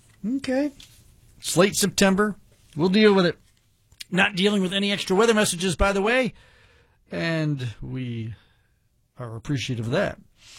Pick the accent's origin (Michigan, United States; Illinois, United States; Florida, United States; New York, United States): Michigan, United States; Harrison Township; Harrison Township, actually. Part of my hometown.